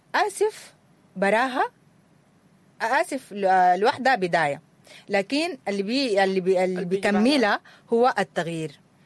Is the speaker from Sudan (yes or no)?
yes; Sudan